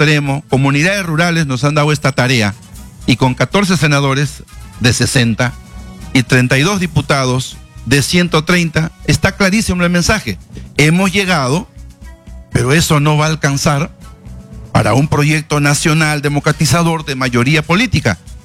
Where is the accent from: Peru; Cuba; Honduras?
Peru; nosotros pues tenemos una gran ventaja como peruanos, ¿no?